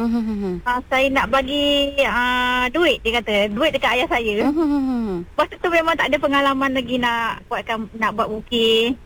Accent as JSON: {"language": "Malay", "town": "Kuala Krau", "region": "Pahang", "country": "Malaysia", "tie": "born or raised there", "also_born_or_lived": "Kampung Pulau Nipis, Muadzam", "moved": "as an adult", "lives_now": "Kampung Bangas, Maran, Malaysia", "said": "asli Bangas Maran. Saya suku kaum Jakun. Tapi saya dibesarkan di kampung Pasu Kuala Kerau. Jadinya saya ni boleh berfasih berbahasa Jahut lah."}